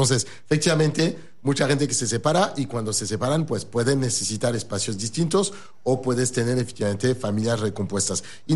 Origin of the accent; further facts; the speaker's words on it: Paris, Île-de-France, France; Spanish is a second language; also born or lived in New York; now in Mexico; Déjame decirte un poco lo que me ha pasado a mí cuando llegué aquí a México. Yo vengo de París, obviamente, y viví en Estados Unidos, en Nueva York.